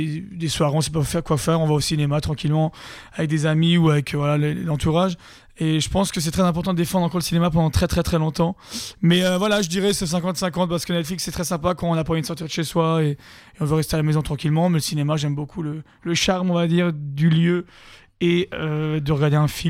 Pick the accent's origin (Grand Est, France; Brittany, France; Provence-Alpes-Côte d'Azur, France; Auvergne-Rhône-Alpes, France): Grand Est, France; Ettendorf; born there; je vais dire Ettendorf parce que c'est mon village natal, mais ça dépend pourquoi.